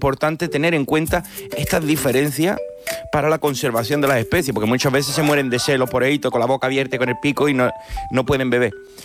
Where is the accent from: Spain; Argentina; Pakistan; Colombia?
Spain; Cádiz, Andalusia; yo no estudié en la Universidad de Cádiz, soy de Cádiz, pero no de la universidad.